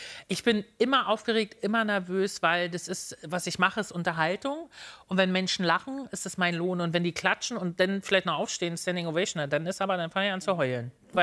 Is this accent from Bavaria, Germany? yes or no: no; Berlin, Germany; ich komme aus Berlin.